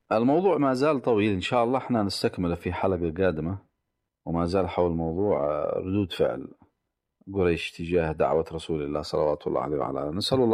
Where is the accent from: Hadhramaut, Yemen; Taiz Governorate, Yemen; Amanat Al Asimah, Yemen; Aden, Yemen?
Amanat Al Asimah, Yemen; Sanaa; عندنا في صنعاء، وصنعاء جوها لطيف يعني